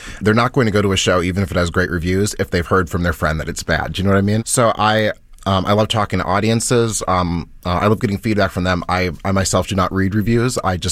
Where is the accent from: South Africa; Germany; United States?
United States; Minnesota; moved away as an adult; now in Chicago, United States; I'm from Minnesota, but I moved to Chicago when I was 18.